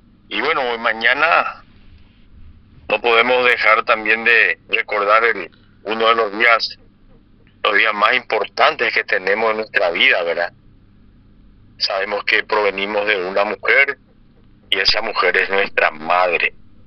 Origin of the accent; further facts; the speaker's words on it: Paraguay